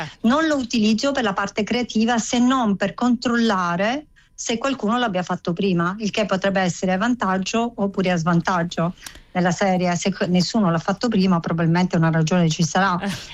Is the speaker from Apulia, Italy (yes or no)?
yes; Apulia, Italy; io sono pugliese e in questo momento mi trovo in Puglia